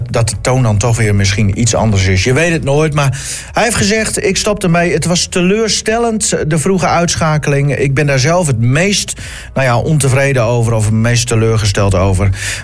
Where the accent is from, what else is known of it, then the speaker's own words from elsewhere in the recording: Groningen, Netherlands; wij als Groningers